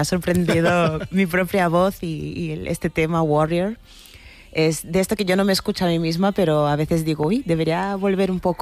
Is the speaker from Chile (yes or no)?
no; Lisbon, Portugal; now in Madrid, Spain; yo he crecido en Lisboa